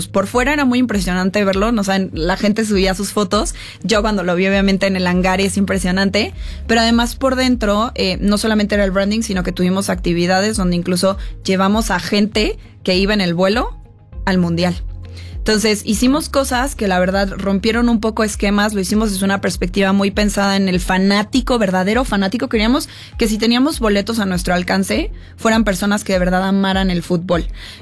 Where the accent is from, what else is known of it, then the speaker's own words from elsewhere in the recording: Mexico; todo lo que construimos como mexicanos todos acá.